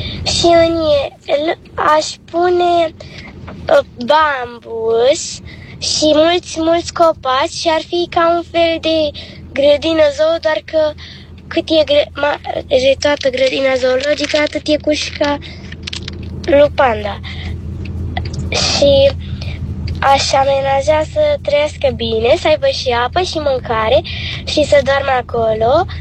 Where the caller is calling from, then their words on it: Ploiești, Prahova, Romania; din Ploiești, am 10 ani